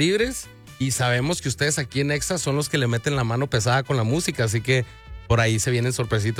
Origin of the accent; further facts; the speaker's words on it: Tijuana, Baja California, Mexico; nosotros yo, somos de Tijuana, Baja California.